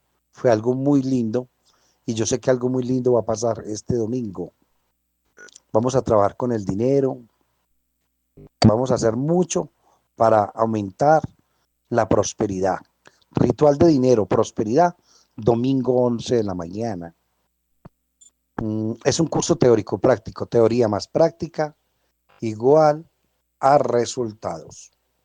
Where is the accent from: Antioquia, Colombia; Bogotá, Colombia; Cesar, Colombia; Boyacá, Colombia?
Antioquia, Colombia; la gente más querida del mundo somos los paisas.